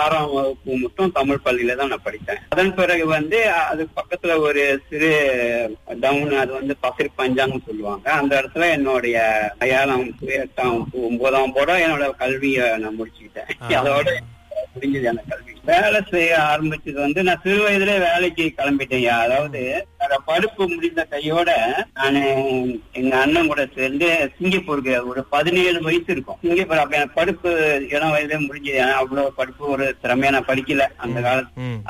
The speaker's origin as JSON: {"language": "Tamil", "town": "Tengkang Estate", "region": "Negeri Sembilan", "country": "Malaysia", "tie": "born or raised there", "said": "இப்ப நான் பிறந்து வளர்ந்தெல்லாம் வந்து நெகிரி சிம்பிலான் போட்டிக்ஸன் மாவட்டத்துல தெங்காங் தோட்டம். பொதுவாக தெங்காங் தோட்டம்னா அந்த காலத்துல போட்டிக்ஸன் வட்டாரத்துல ஒரு பிரபலமான ஒரு தோட்டம்."}